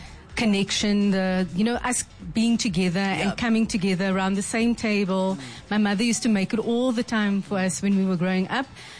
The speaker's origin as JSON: {"language": "English", "town": "Port Elizabeth", "region": "Eastern Cape", "country": "South Africa", "said": "when we visit my family in the Eastern Cape, we're from the Eastern Cape originally, from Port Elizabeth."}